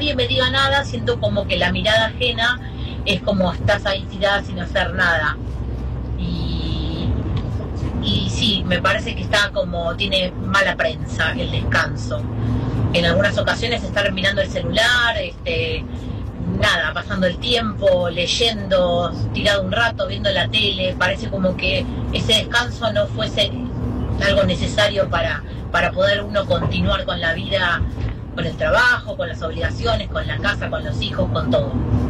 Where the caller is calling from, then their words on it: Avellaneda, Buenos Aires Province, Argentina; soy de Avellaneda, en este momento me encuentro en Capital trabajando como chofer de aplicación